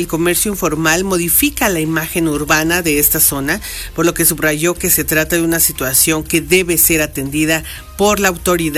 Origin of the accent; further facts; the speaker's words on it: Mexico; nos compete a todos como mexicanos